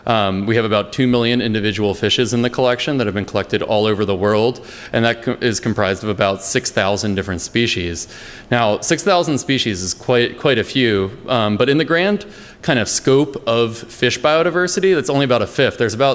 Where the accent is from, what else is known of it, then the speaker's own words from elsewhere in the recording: East Coast, United States; I grew up and my dad and aunt and uncle were really into fossil hunting. I grew up on the East Coast.